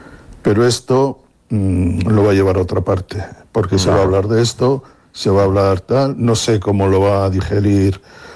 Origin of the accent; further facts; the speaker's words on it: Spain; Yo, sinceramente, como español, lo dijeron muy mal, francamente mal.